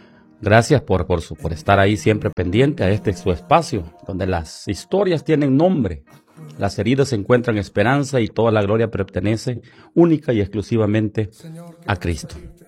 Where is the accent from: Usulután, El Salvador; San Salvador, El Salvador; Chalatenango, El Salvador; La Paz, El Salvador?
Usulután, El Salvador; Tecapán; Gracias, Señor, por mi pueblo Tecapán, por nuestra iglesia, el Tabernáculo Bíblico Bautista, dirigido por nuestro pastor Mario López.